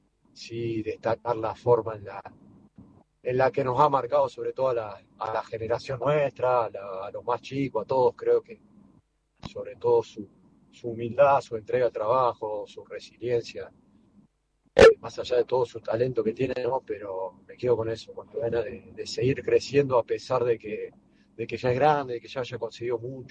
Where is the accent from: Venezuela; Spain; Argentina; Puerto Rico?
Argentina; que realmente como futbolero, como argentino, no, particularmente me ilusiona muchísimo.